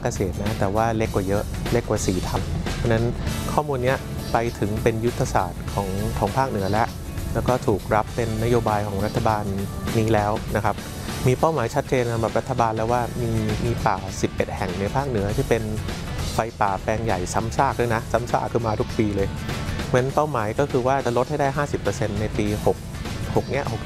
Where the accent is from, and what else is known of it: Bangkok, Thailand